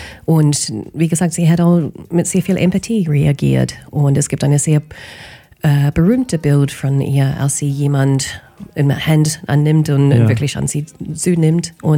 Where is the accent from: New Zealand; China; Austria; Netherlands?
New Zealand; Wellington; German is a second language; now in Germany; Du fragst, oh, was Neues ist in meiner Heimat, in Wellington.